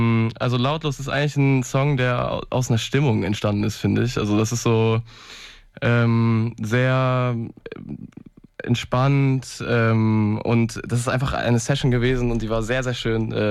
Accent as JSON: {"language": "German", "town": "Paderborn", "region": "North Rhine-Westphalia", "country": "Germany", "said": "ich bin 23. Ich komme aus Paderborn"}